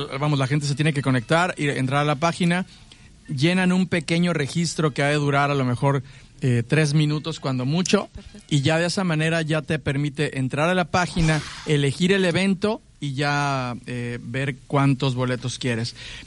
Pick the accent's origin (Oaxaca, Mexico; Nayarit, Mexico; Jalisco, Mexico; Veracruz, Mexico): Veracruz, Mexico; Primero de presentarme aquí en mi tierra, que aún a pesar de 30 años de carrera, siempre presentarte en Veracruz para mí es un reto.